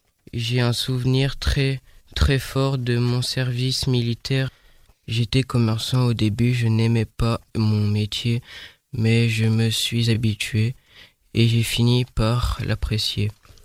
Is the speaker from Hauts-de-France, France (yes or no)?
yes; Nanteuil-le-Haudouin, Hauts-de-France, France; also born or lived in Paris; j'ai 90 ans. Je suis né à Paris et j'ai grandi à Nanteuil-le-Haudouin.